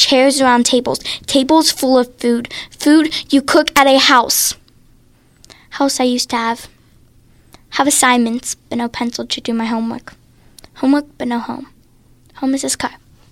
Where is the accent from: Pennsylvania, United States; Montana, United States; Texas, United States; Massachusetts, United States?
Pennsylvania, United States; Pittsburgh; I'm from the north side.